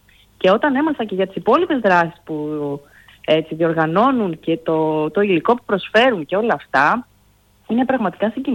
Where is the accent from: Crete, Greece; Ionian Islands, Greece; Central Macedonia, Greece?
Central Macedonia, Greece; Karperi; moved away; Εγώ είμαι από την Καρπερή Σερών.